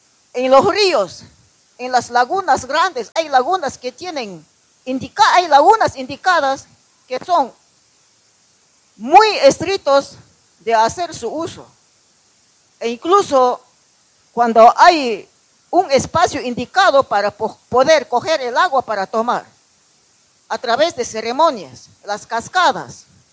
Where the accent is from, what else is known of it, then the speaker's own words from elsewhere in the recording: Ecuador; nosotros que somos americanos, que somos países latinos, que somos pueblos originarios